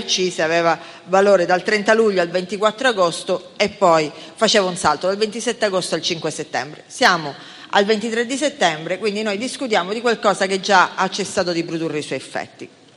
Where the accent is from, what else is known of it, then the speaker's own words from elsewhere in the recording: Sicily, Italy; Io sono un'isolana, sono siciliana